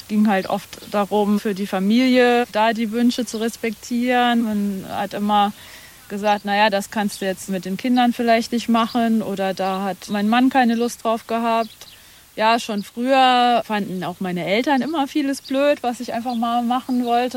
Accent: Hesse, Germany; moved away as an adult; now in Cologne, Germany; Aufgewachsen bin ich im Landleben, im Hessischen, zwischen Frankfurt und Fulda. Ja, eigentlich so ein bisschen Bilderbuch, bisschen Bauernhof und eine große Familie mit Oma im Haus

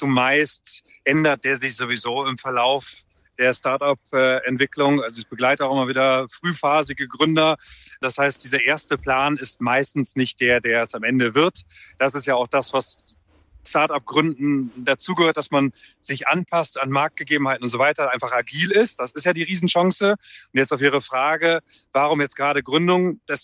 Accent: Cologne, North Rhine-Westphalia, Germany; Und ich bin selber Kölner. Von Köln kommt man ja perfekt überall hin.

